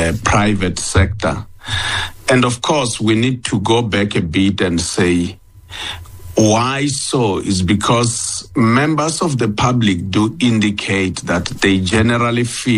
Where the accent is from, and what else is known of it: South Africa